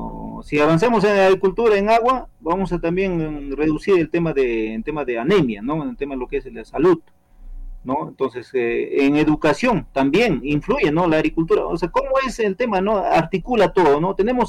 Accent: Chumpi, Ayacucho, Peru; Yo desde mi niñez, doctor, he vivido en Chumpi, ¿no?

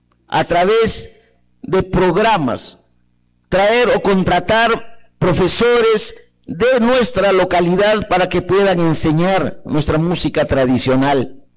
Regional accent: Coracora, Ayacucho, Peru

